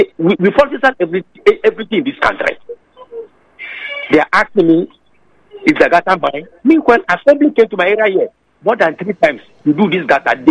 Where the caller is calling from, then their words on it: Adenta, Greater Accra, Ghana; I'm calling from Adenta.